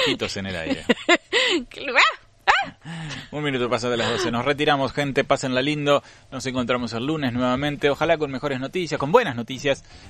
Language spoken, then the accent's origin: Spanish; Argentina; Somos esta Argentina